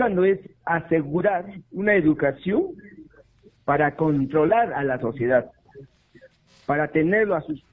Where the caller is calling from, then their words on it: Juliaca, Puno, Peru; desde Juliaca.